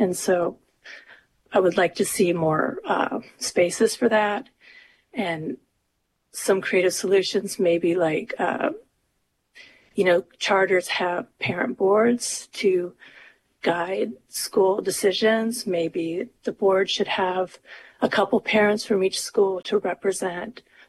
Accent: Soldotna, Alaska, United States; I'm from Soldotna

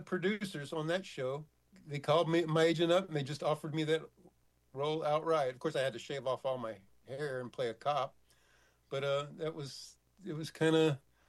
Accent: Houston, Texas, United States; now in Los Angeles, United States; I'm from Houston, where it's rain and hurricane country.

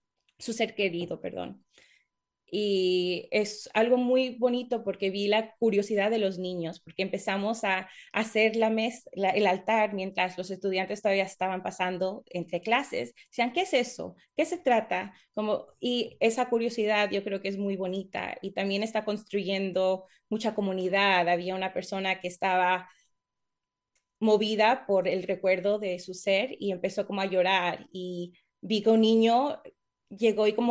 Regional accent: Mexico

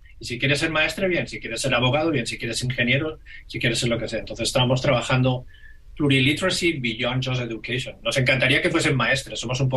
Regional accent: Catalonia, Spain; Tampoco me defino como hispano porque soy de Cataluña. Entonces, hispano tampoco me define.

